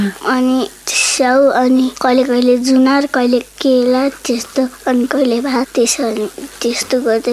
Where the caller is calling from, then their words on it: Surkhet, Karnali Province, Nepal; हाम्रो घर चाहिँ सुर्खेत हो